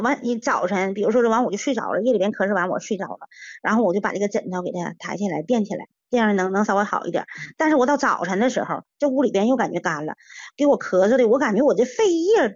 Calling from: Anshan, Liaoning, China; 我是鞍山的朋友

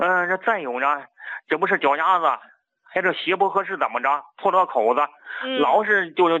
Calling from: Baoding, Hebei, China; 我是保定的。

